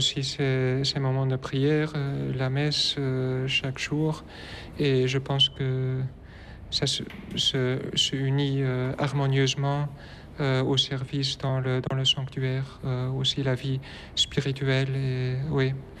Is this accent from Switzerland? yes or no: no; Flanders, Belgium; French is a second language; Je viens de la Belgique, de la Flandre, et je suis un séminariste